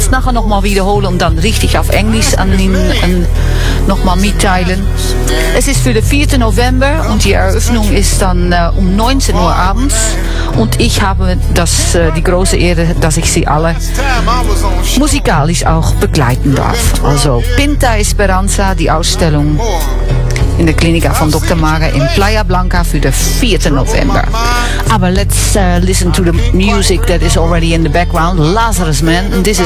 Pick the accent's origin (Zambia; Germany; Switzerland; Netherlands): Netherlands; Ja, ich bin Holländerin, ne?